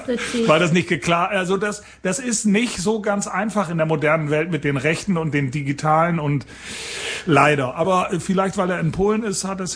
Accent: Bremen, Germany; Ich bin aufgewachsen in Bremen

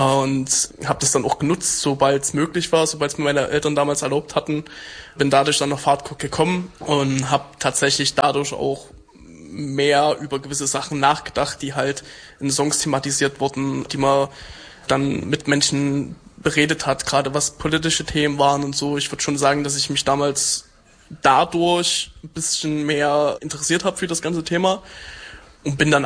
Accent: Altenburg, Thuringia, Germany; also bei uns in Altenburg gab's die Rote Zora, die war super lange aktiv, wo ich dann die letzten Jahre selber auch Mitglied war

